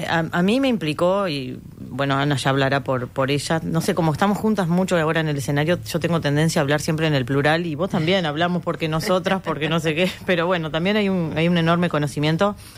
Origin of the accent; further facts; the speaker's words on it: San José, Uruguay; born there; moved away as an adult; now in Montevideo, Uruguay; yo me crié con ellas, con mi madre y con mi abuela, y empezar a tender ese puente que era muy común, de que yo me iba a San José el fin de semana